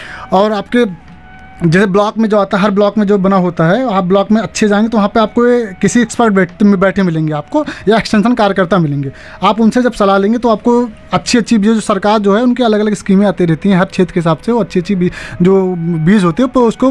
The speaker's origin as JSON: {"language": "Hindi", "region": "Uttar Pradesh", "country": "India", "said": "जलोढ़ मिट्टी जो हमारे इधर यूपी साइड पाई जाती है"}